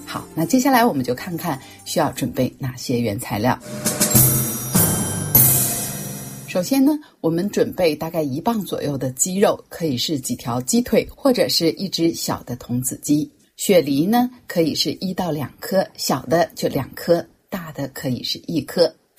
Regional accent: China

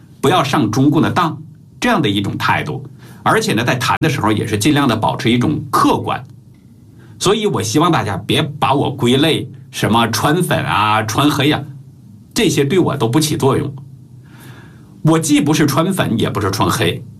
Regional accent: China; moved away; 我是来自中国，我的亲人和朋友也都在中国

